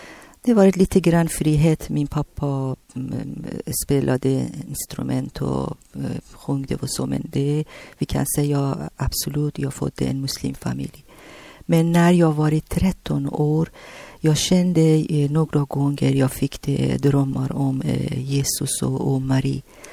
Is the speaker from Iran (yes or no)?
yes; Tehran, Tehran Province, Iran; Swedish is a second language; moved away as an adult; now in Sweden; Jag kommer från Iran och Teheran, det är Irans huvudstad.